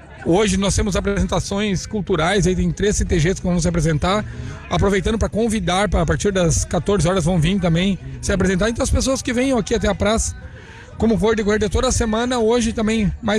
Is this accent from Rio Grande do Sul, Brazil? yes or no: yes; Rio Grande do Sul, Brazil; Somos gaúchos, né?